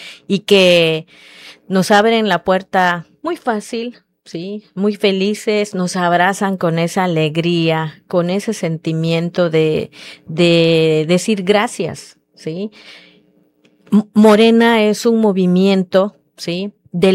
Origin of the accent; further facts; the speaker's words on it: Nacajuca, Tabasco, Mexico; first language Maya; Spanish is a second language; mi lengua Yucatán Maya? Que … soy de Tecoluta, Nacajuca